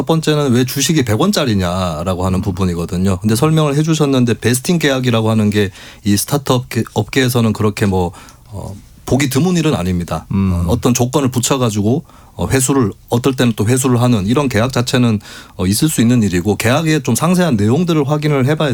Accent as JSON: {"language": "Korean", "town": "Gumi", "region": "North Gyeongsang", "country": "South Korea", "tie": "born or raised there", "also_born_or_lived": "Seoul", "moved": "as an adult", "said": "고향은 구미인데 서울에서 살다가 구미로 돌아갔고"}